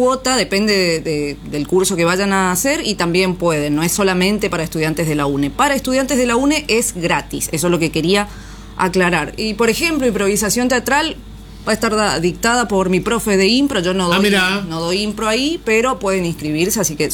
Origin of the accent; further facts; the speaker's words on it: El Sombrero, Corrientes, Argentina; No, soy del Sombrero, así que nacida y criada en el Sombrero. Bueno, nací acá, en el hospital Jan, ¿no? Como dije, pero me crié en el Sombrero.